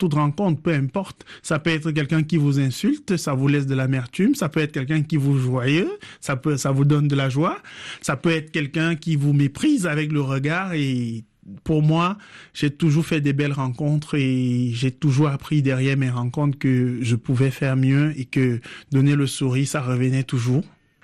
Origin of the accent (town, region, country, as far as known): Yaoundé, Centre, Cameroon; born or raised there; moved away